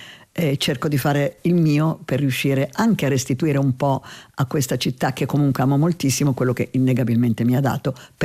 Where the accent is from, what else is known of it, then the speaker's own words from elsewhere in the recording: Milan, Lombardy, Italy; sono nato a Milano, ho continuato a vivere a Milano